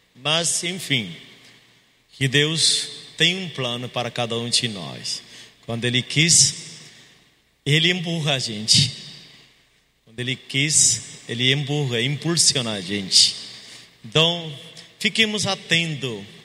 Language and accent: Portuguese; India; moved away as an adult; now in Campo Grande, Brazil; Eu sou indiano, missionários.